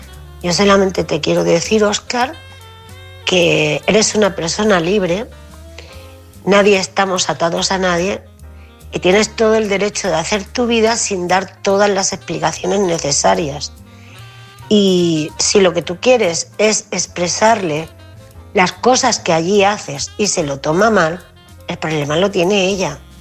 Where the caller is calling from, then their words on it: Murcia, Region of Murcia, Spain; de Murcia.